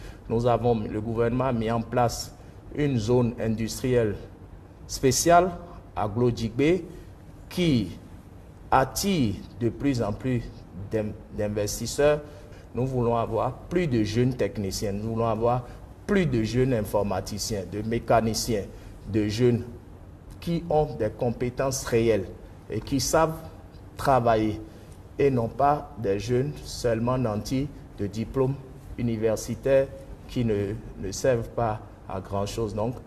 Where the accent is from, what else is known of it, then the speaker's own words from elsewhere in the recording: Benin; chez nous au Bénin